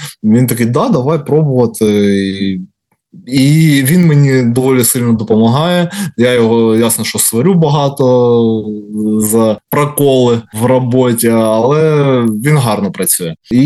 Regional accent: Kharkiv, Kharkiv Oblast, Ukraine; Ось я з Харкова, у нас є циркова студія

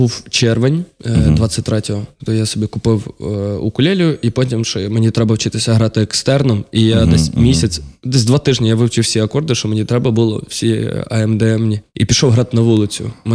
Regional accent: Boryslav, Lviv Oblast, Ukraine; Так, я родом з Борислава.

